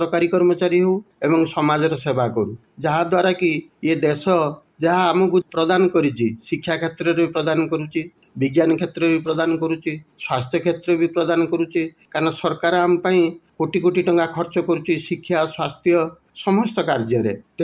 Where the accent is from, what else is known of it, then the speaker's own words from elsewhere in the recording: Odisha, India; 85-86 ପରେ ଓଡ଼ିଶାର ଗାଁ ଗଣ୍ଡାରେ ଟିଭି ଦେଖିବାକୁ ମିଳିଲା, କିନ୍ତୁ ଆମ ପିଲାବେଳର ଜୀବନ ଏଇ ରେଡ଼ିଓରେ ହିଁ ଯାଇଛି।